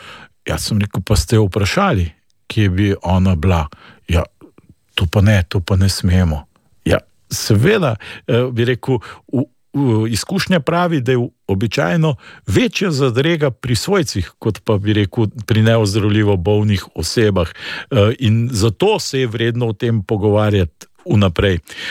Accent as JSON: {"language": "Slovenian", "region": "Lower Carniola", "country": "Slovenia", "said": "jaz prihajam z Dolenjske"}